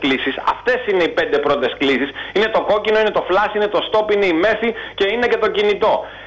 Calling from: Greece; εγώ ντρέπομαι πλέον που είμαι Έλληνας και είμαι σε αυτό το κράτος.

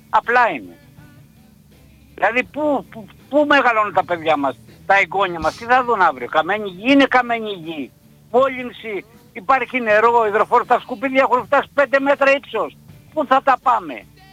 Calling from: Skiathos, Thessaly, Greece; Εγώ σαν τόπιο στοιχείο και σαν Σκιαθίδης, όπως και εσύ, αισθάνομαι ότι είμαι ξένος στον τόπο μου, ξένος εντελώς.

